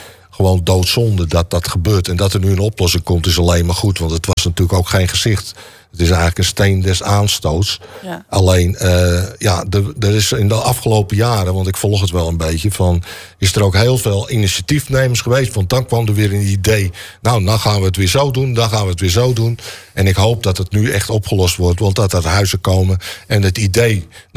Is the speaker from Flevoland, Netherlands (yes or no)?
yes; Dronten, Flevoland, Netherlands; Ik kom uit Dronten, dus ik heb daar minder mee. Almere kan daar meer van vinden dan ik als Drontenaar vind.